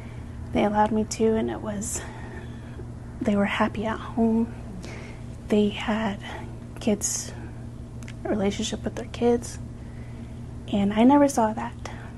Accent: Wheatfields, Arizona, United States; I grew up on the Navajo Reservation. I grew up in Wheatfields

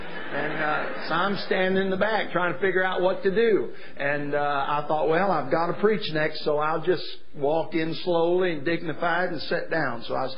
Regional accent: Michigan, United States; moved away; Now, I was raised in Michigan. I'm a full-blooded Yankee.

